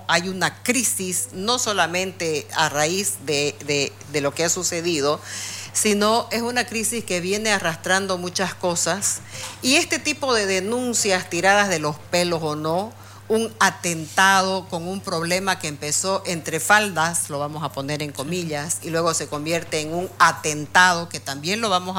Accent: Santa Cruz de la Sierra, Santa Cruz, Bolivia; Orgullosamente, Camba, Kurumi, como quieran decirme. No me importa, soy de Santa Cruz y amo mi tierra.

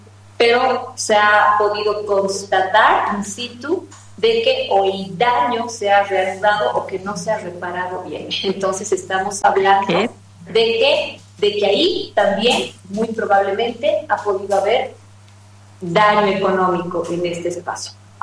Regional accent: Cochabamba, Bolivia; nosotros, como cochabambinos y como bolivianos

